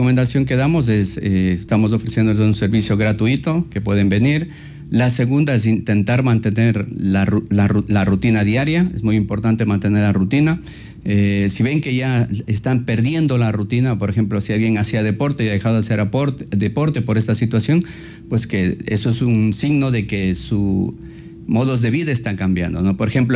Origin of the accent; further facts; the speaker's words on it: Ecuador; Entonces es como ecuatorianos, digamos, este es el mensaje a la sociedad de Santo Domingo